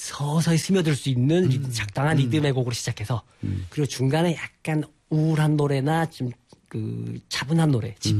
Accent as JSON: {"language": "Korean", "region": "Daegu", "country": "South Korea", "tie": "born or raised there", "said": "네, 고향은 대구입니다, 저도."}